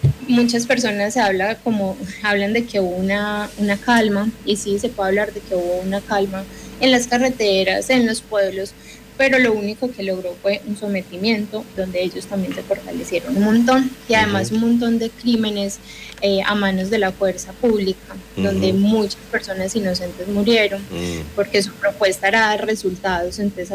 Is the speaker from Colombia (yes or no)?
yes; Medellín, Antioquia, Colombia; yo soy de Medellín